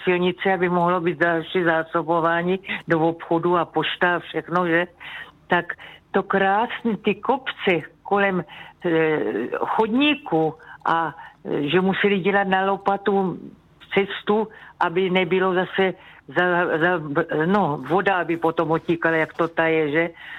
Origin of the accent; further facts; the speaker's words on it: Brno, South Moravian Region, Czechia; moje rodiště bylo Brno, Černá Pole, no a to jsme byli na kopečku, tak samozřejmě krásné zahrady a nejkrásnější třešně